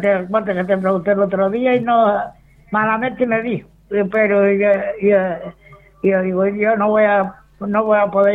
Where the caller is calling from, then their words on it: Canary Islands, Spain; Los que somos canarios, me refiero.